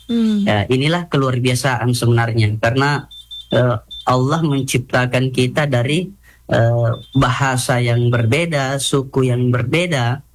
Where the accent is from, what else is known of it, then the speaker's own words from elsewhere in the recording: South Sulawesi, Indonesia; Saya sebagai orang Bugis bisa mengatakan ini sedi.